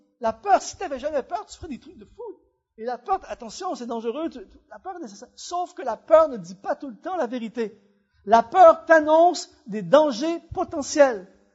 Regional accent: Canada; Chez nous, au Canada, il y a plein de gens qui ont peur des araignées.

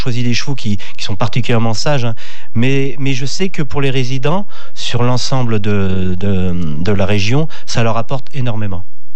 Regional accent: Nouvelle-Aquitaine, France; moved away; je viens de Charente-Maritime, il y a très très longtemps, on va dire. Et je suis né dans un centre équestre.

